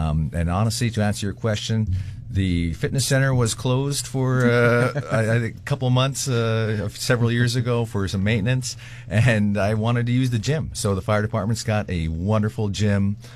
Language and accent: English; Bethel, Alaska, United States; I was born and raised in Bethel. I had the opportunity to go elsewhere for school, but I had to return back to the community.